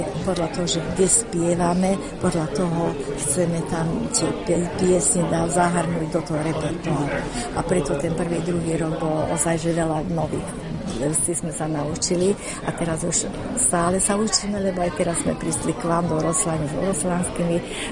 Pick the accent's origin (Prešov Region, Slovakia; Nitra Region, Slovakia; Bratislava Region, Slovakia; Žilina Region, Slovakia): Nitra Region, Slovakia; Šaľa; som zo Šalé, som vedúca tohto spevokolu … bývalá učiteľka na klavír.